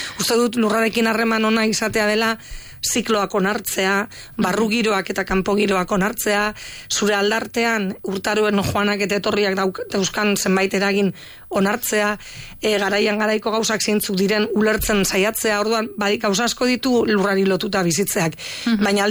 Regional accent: Muxika, Basque Country, Spain; herrian jaio naiz, herrian bizi izan naiz, baina gure etxetik Bilbora ordu erdi dago bakarrik.

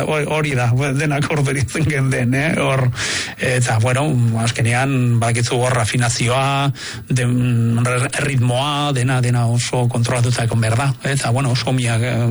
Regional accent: San Sebastián, Basque Country, Spain; born there; ni hasi nintzen San Ignacio badakizu ikastolan koruan. Donostian, bai, igual neukan, igual 6 urte edo 7

